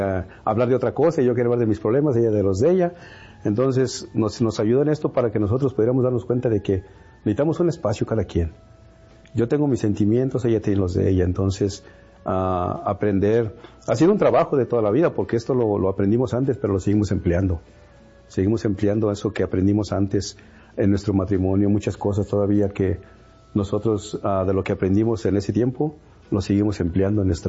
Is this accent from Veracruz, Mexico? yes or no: no; Guanajuato, Mexico; yo soy de Guanajuato